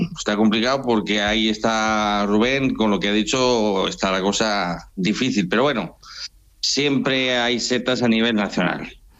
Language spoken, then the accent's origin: Spanish; Montemayor de Pililla, Castile and León, Spain; Pues de Montemayor